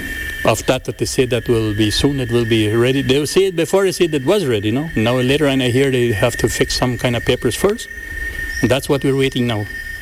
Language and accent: English; Belize; But we are from Belize, we are the first groups.